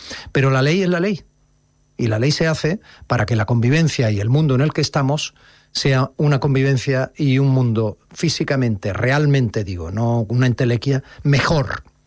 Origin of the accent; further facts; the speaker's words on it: Andalusia, Spain; nuestra naturaleza como andaluces.